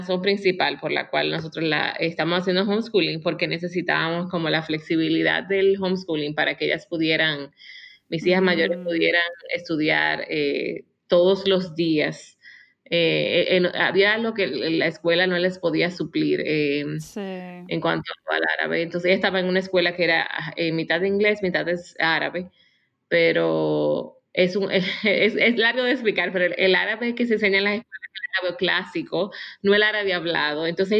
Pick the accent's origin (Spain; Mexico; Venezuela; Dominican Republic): Dominican Republic; moved away as an adult; also born or lived in United States / United Arab Emirates; now in Jordan; como tú dijiste. Yo soy dominicana de nacimiento, nací en la República Dominicana y viví allá casi toda mi vida. Bueno, hasta hace 10 años.